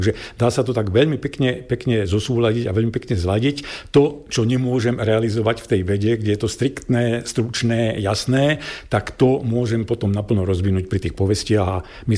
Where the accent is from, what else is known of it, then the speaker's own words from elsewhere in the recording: Brezno, Banská Bystrica Region, Slovakia; also born or lived in Zvolen; now in Sliač, Slovakia; som spomínal, že som Hugáň, čiže narodil som sa v Brezne a v podstate celý ten svoj život som sa veľmi nepohol medzi Breznom a Zvolenom, pretože v Brezne som sa narodil, vo Zvolene som študoval